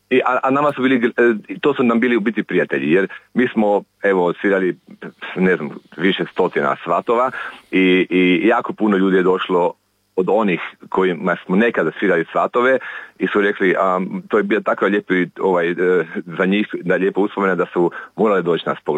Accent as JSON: {"language": "Croatian", "town": "Szentpéterfa", "region": "Vas", "country": "Hungary", "said": "kod nas u Petrovom selu"}